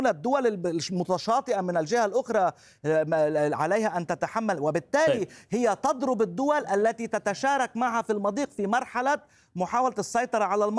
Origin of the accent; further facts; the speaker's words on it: Lebanon; يضعنا كلبنانيين